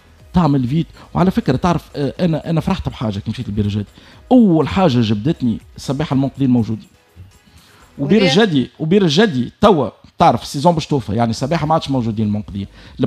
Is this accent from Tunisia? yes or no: yes; Fondouk Jedid, Nabeul Governorate, Tunisia; ومتسكنين منطقه فندق جديد انا ولد فندق جديد